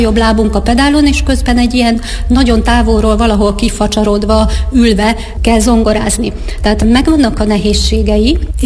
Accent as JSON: {"language": "Hungarian", "region": "Szabolcs-Szatmár-Bereg", "country": "Hungary", "said": "mivel én Szabolcs megyei vagyok"}